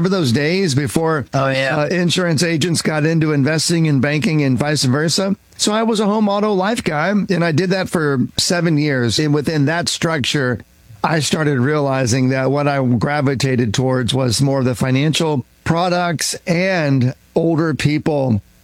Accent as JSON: {"language": "English", "region": "Indiana", "country": "United States", "tie": "born or raised there", "said": "But, you know, Michael, I grew up in Indiana, went to college at Purdue University."}